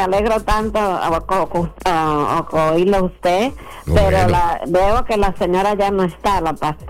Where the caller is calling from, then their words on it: Dominican Republic; De la República Dominicana